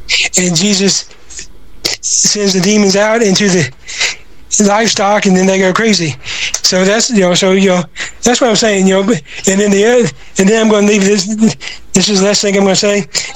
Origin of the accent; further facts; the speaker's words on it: Southern United States, United States; And growing up in the Bible Belt, I got that asked a lot in different ranges.